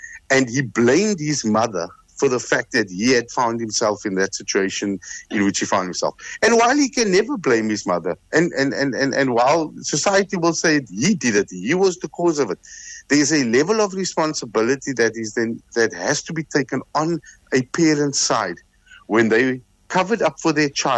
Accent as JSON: {"language": "English", "region": "Western Cape", "country": "South Africa", "tie": "born or raised there", "said": "how I grew up in Bontville, and my parents worked. My mother worked, my father worked, and my grandmother worked at a factory in Epping called Kadima."}